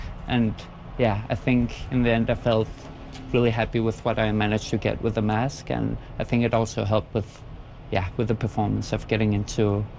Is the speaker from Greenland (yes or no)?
yes; Nuuk, Sermersooq, Greenland; I'm from Nuuk in Kalaallit Nunaat, and I'm here for ICC, but otherwise I work within the government agency in Nuuk.